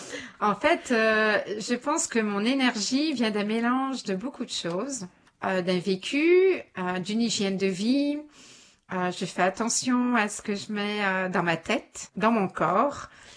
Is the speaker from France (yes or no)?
yes; France; moved away as an adult; now in Canada; Parce que je suis française … c'est la grenouille verte.